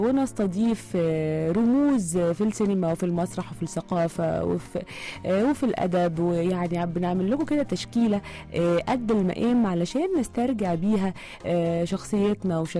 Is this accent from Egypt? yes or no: yes; Egypt; كلنا كمصريين